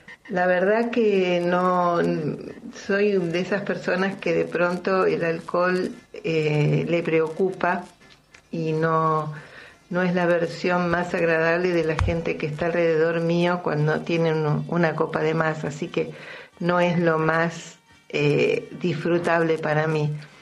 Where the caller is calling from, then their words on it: Villa Devoto, Buenos Aires, Argentina; Les dejo un cariño grande … de Devoto.